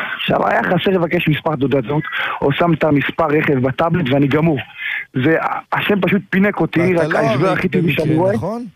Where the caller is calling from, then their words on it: Jerusalem District, Israel; ביתר וירושלים ובית שמש, שזה האזור שלי